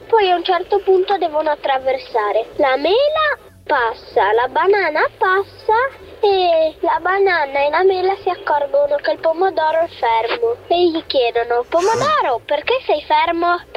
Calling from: Genoa, Liguria, Italy; vengo da Genova.

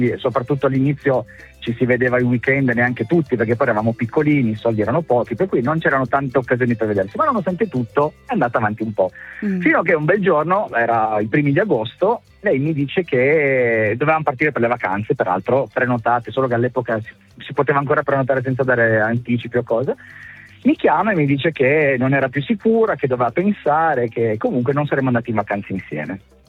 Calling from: Turin, Piedmont, Italy; io di Torino

